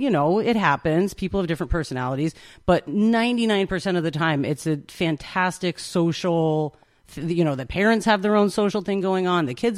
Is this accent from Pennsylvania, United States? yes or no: no; Germantown, New York, United States; moved away as an adult; now in Catskill, United States; I'm not from Catskill. I'm from Germantown originally, like you said, left to go to college. You know, I stayed for about 10 years away and then came back, and now we live in Catskill.